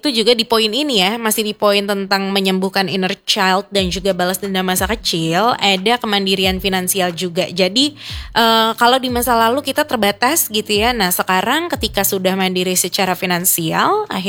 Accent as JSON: {"language": "Indonesian", "region": "Jakarta", "country": "Indonesia", "moved": "as an adult", "lives_now": "Manado, Indonesia", "said": "Aku orang Jakarta yang merantau ke sini gitu kan, ke Manado, terus siaran di sini gitu."}